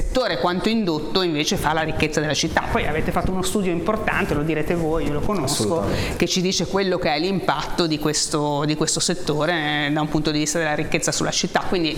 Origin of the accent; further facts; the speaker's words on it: Genoa, Liguria, Italy; Noi siamo genovesi, insomma, nel periodo del salone